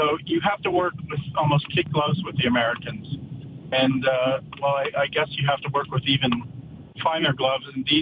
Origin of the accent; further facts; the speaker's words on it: Canada; Well, as a Canadian, I'm very proud of what everyone is doing and our Prime Minister is doing. But I also, I'm a former officer in the Canadian Armed Forces